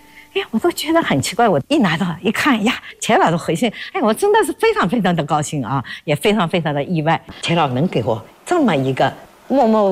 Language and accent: Chinese; China; 我们中国人真是站起来了